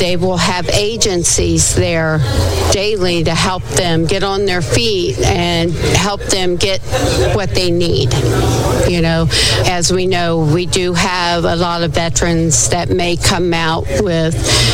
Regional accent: Kentucky, United States; born or raised there; also born or lived in Ohio

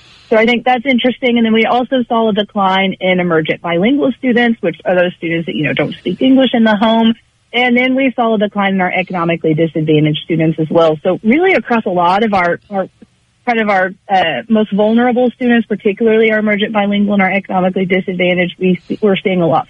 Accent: Abilene, Texas, United States; And then I also like to point out, I'm from Abilene, actually.

